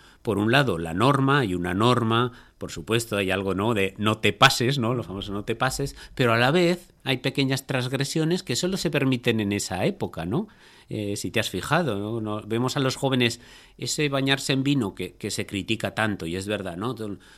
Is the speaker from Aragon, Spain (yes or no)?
yes; Huesca, Aragon, Spain; born there; yo nací en Huesca, o sea que no tengo nada más que decir, ¿no?